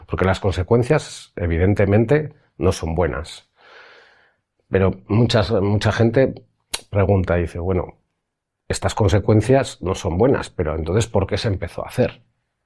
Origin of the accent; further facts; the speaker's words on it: Basque Country, Spain; Yo que soy de País Vasco